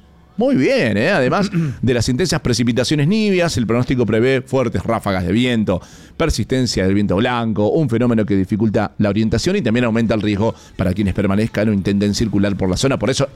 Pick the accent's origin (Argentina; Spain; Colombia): Argentina; Mendoza